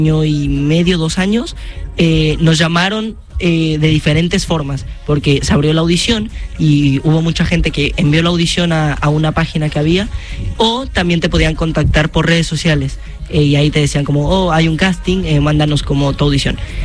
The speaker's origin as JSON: {"language": "Spanish", "region": "Veracruz", "country": "Mexico", "said": "yo soy de Veracruz, de México, y mi papá tenía un pequeño grupo musical en Veracruz"}